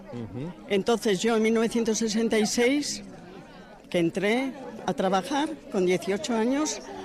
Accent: Arrasate, Basque Country, Spain; moved away as an adult; No, soy de Arrasate.

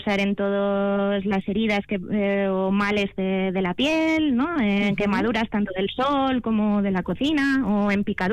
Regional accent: Vitoria-Gasteiz, Basque Country, Spain

